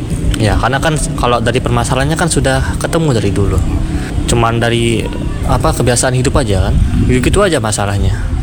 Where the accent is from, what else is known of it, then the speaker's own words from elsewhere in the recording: Labuapi, West Lombok, West Nusa Tenggara, Indonesia; Saya asli dari Labu Api, bagi Polak.